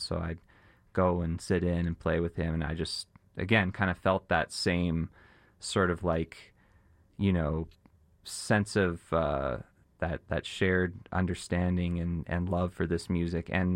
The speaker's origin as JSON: {"language": "English", "country": "Canada", "said": "I'm from Canada."}